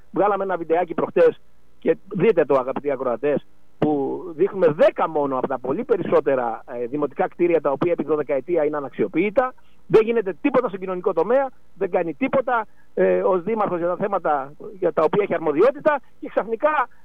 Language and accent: Greek; Patras, Western Greece, Greece; ως πολίτης που εκφράζει την πόλη μου, την Πάτρα